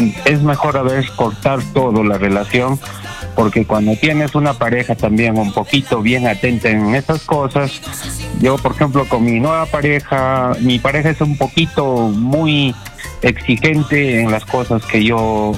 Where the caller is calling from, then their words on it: Tarma, Junín, Peru; Le llamo desde Tarma.